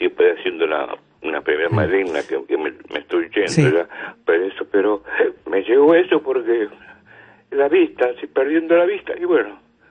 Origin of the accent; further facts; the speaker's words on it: Santa Fe, Argentina; tengo 84 años y yo soy de Santa Fe.